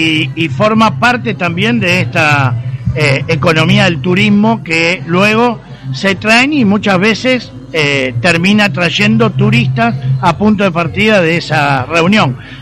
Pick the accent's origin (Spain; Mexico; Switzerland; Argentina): Argentina; Santa Fe